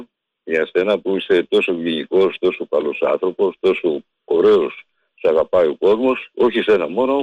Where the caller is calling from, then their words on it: Karya, Ionian Islands, Greece; είμαι και από τη Λευκάδα εγώ τώρα